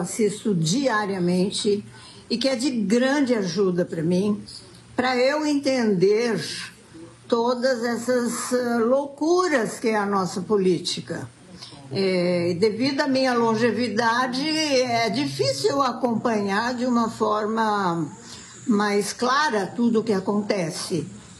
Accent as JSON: {"language": "Portuguese", "town": "Brotas", "region": "São Paulo", "country": "Brazil", "said": "eu sou de Brotas e eu sei que o professor, conforme ele já comentou em alguns programas, ele tem uma certa raiz aqui em Brotas."}